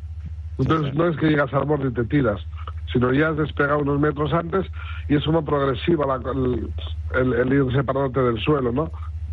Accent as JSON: {"language": "Spanish", "town": "Sopelana", "region": "Basque Country", "country": "Spain", "said": "yo al final soy de Sopet, toda la vida viéndolo, uh-huh. Me gustaba la montaña, el mar también, evidentemente siendo de Sopet."}